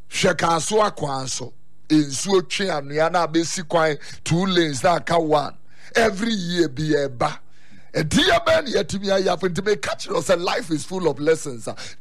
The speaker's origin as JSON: {"language": "English", "town": "Accra", "region": "Greater Accra", "country": "Ghana", "tie": "born there", "said": "Ama abuame, I was born in Accra. So I see myself more as a girl than a kwewu person."}